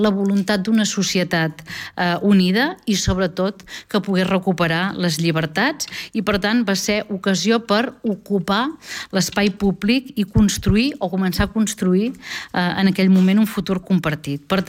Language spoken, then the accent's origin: Catalan; Catalonia, Spain; com a catalans i catalanes